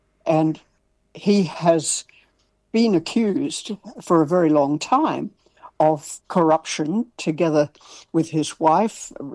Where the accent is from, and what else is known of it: Australia